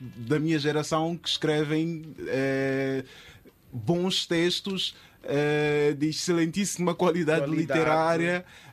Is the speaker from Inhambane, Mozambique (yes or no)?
no; Maputo, Maputo City, Mozambique; Nós costumamos, aqui em Moçambique, em Maputo em específico, que foi onde cresci, costumamos dizer que não compramos o livro porque o livro está muito caro